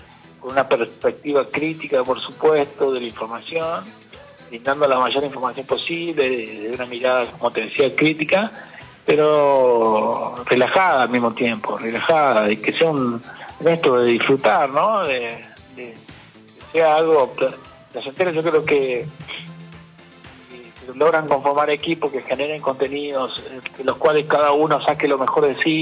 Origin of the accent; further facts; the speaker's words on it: San Francisco, Córdoba, Argentina; moved away as an adult; now in Córdoba, Argentina; Vine a estudiar en el 2001 como un especial, soy de San Francisco, al este de la provincia de Córdoba.